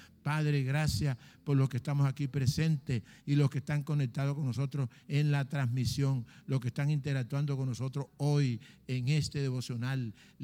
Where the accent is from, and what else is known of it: Colombia